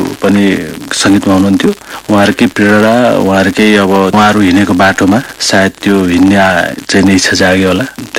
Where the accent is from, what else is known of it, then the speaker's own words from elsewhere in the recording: Annapurna, Koshi Province, Nepal; मेरो बाल्यकाल मेरै गाउँमा घरदेखि नजिकै स्कुल थियो। स्कुल जाने, स्कुलबाट फिरेपछि हाम्रो गाउँघरको हुर्काई हो, एउटा चाहिँ जिम्मेवारी थियो, एक भारी घाँस काट्नै पर्ने, त्यसरी नै खेल्दै भोजपुरकै त्यही अन्नपूर्ण गाउँमै बित्यो।